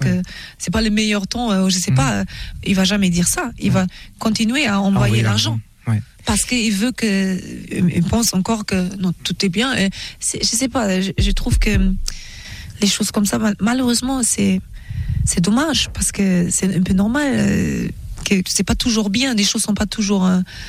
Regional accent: Germany; j'aime les bretzels aussi parce que j'ai grandi en Allemagne

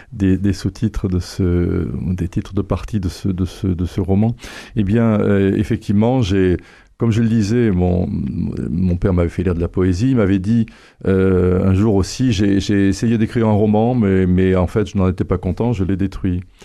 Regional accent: Guéret, Nouvelle-Aquitaine, France; était donc dans le bureau de mon père à Talence, dans la banlieue de Bordelaise, après avoir été dans mon enfance à Guéret, donc dans l'appartement que mes parents occupaient

